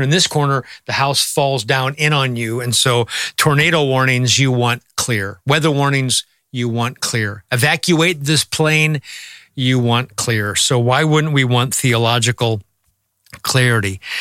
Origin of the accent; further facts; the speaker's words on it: Nebraska, United States; When I was a kid growing up in Nebraska